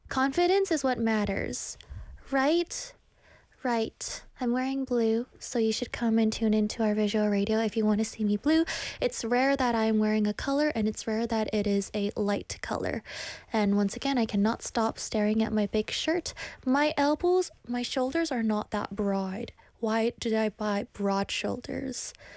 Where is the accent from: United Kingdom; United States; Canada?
Canada; I'm Canadian.